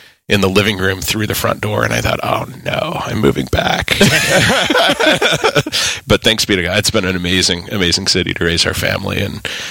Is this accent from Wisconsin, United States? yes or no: no; Granite City, Illinois, United States; my hometown, Granite City, which is right across the river from St. Louis in Illinois. So been there pretty much my whole life. I moved away to a couple of other cities for a few years. Granite City is a steel town.